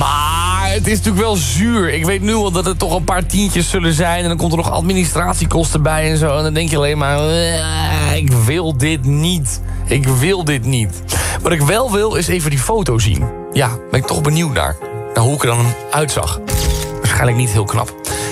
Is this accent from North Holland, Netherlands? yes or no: no; Zeeland, Netherlands; now in Utrecht, Netherlands; Maar omdat ik uit Zeeland kom en mijn ouders daar ook nog wonen en ook mijn zusje